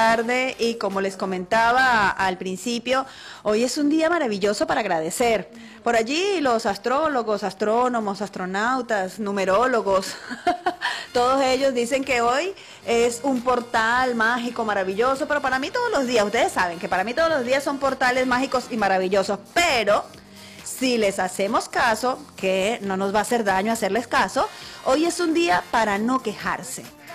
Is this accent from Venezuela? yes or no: yes; Caracas, Capital District, Venezuela; now in Puerto Píritu, Venezuela; Yo vengo de Caracas y uno le pone el tono y todo. Pero la verdad es que sí, yo tengo 32 años en Puerto Píritu